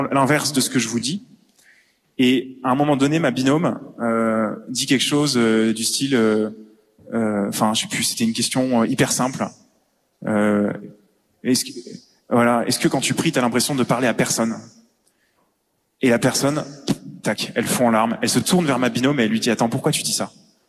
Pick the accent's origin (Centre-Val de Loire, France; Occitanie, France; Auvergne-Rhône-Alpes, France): Occitanie, France; Montpellier; moved away